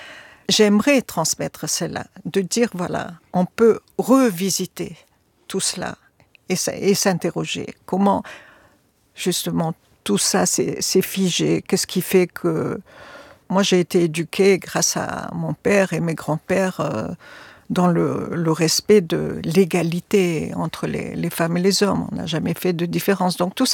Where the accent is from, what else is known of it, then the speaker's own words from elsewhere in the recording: Tunisia; Chez nous, en Tunisie, voilà.